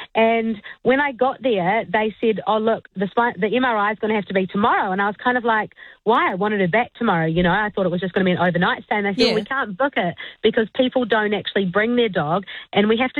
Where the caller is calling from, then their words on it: Wellington, New Zealand; We're down in Wellington.